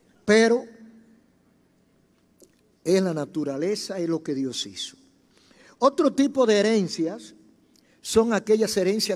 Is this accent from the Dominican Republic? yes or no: yes; Dominican Republic; Nosotros no nos damos cuenta que nos parecemos, todos los dominicanos nos parecemos.